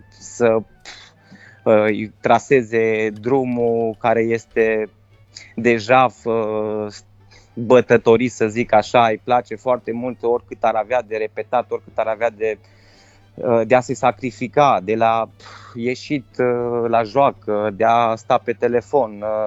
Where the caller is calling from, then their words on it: Cluj-Napoca, Cluj County, Romania; suntem din Cluj, Napoca